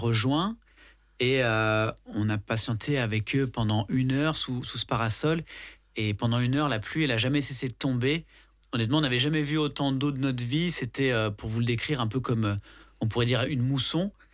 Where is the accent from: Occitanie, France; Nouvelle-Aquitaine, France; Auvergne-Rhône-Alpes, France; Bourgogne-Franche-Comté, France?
Auvergne-Rhône-Alpes, France; Lyon; j'ai 35 ans, je suis lyonnais